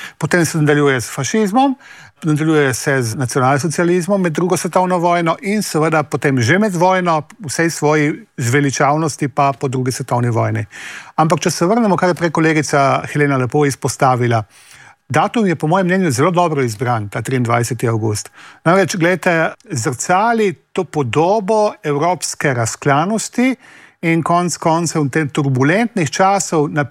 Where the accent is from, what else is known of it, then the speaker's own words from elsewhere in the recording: Slovene Littoral, Slovenia; lahko rečemo, smo se najprej srečali na Primorskem, sam kot Primorec to posebej poudarjam s fašizmom.